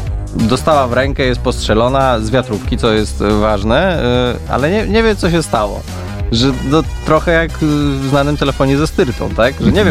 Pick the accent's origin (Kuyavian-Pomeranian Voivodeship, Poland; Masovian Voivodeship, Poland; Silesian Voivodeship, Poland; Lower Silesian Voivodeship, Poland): Masovian Voivodeship, Poland; ja jestem dobry chłopak z Targówka.